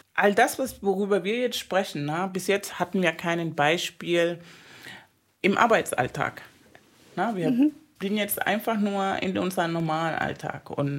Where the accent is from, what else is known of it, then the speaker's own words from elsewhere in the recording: Venezuela; Ich bin ja aus Venezuela und ich war in Kuba